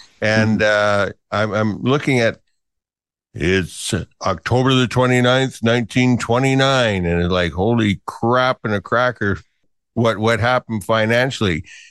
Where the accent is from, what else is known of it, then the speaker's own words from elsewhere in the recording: Scotland, United Kingdom; now in Canada; as a Scot, I do take these things personally.